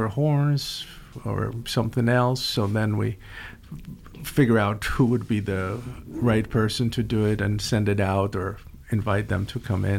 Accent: Georgia

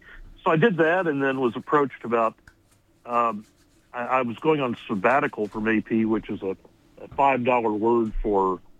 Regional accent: Arkansas, United States; moved away as an adult; also born or lived in Little Rock, Arkansas / Baton Rouge, Louisiana; now in Columbia, Missouri, United States; I grew up on a farm in Arkansas

